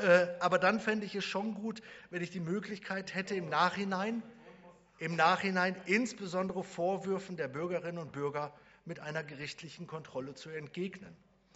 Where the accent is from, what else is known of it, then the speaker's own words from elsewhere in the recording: Schleswig-Holstein, Germany; Ich komme zum Beispiel aus Nordfriesland.